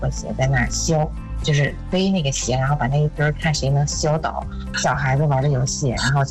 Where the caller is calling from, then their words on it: Baoding, Hebei, China; 我是保定的啊，